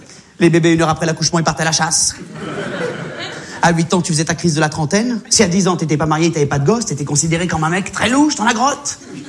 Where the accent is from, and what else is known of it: Réunion